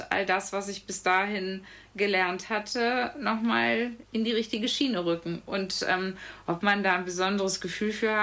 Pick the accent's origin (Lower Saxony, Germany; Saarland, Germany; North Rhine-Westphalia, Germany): North Rhine-Westphalia, Germany; Brühl; born there